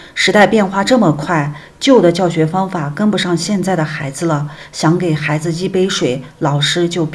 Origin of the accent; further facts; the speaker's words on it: China; 我是土生土长的水西沟人